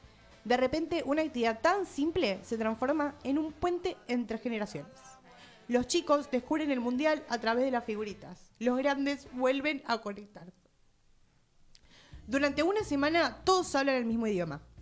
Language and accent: Spanish; Argentina